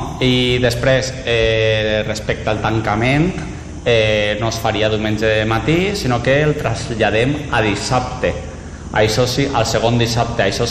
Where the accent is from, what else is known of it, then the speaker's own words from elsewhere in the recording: La Vall d'Uixó, Valencian Community, Spain; nosaltres som de la Vall d'Uixó.